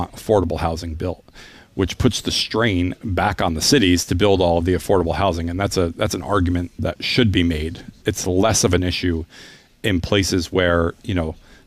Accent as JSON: {"language": "English", "town": "Troy", "region": "New York", "country": "United States", "tie": "born or raised there", "said": "so I grew up in Troy, and you know, the idea that people were going to build a couple hundred apartments a year in Troy was ludicrous, right?"}